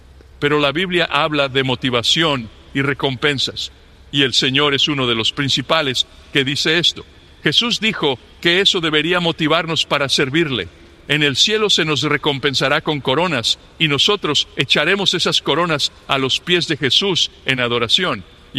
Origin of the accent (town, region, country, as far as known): Toledo, Ohio, United States; born there